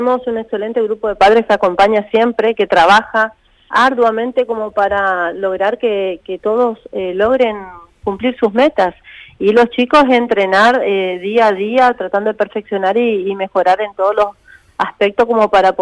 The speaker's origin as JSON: {"language": "Spanish", "town": "Candelaria", "region": "Misiones", "country": "Argentina", "said": "Sí, sí, así es, nosotros somos de Candelaria"}